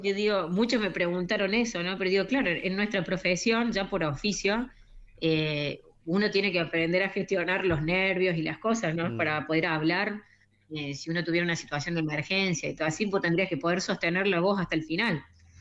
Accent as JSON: {"language": "Spanish", "region": "Buenos Aires", "country": "Argentina", "tie": "born there", "lives_now": "Córdoba, Argentina", "said": "Soy de Córdoba."}